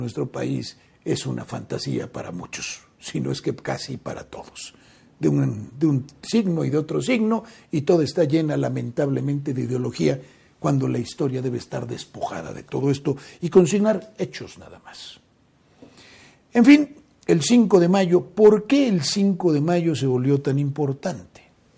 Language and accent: Spanish; Mexico